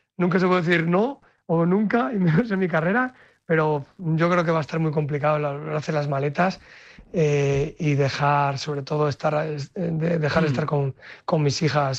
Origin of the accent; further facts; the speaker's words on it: León, Castile and León, Spain; si soy ejemplo de algo que no es de ser cabezón como buen cazurro leonés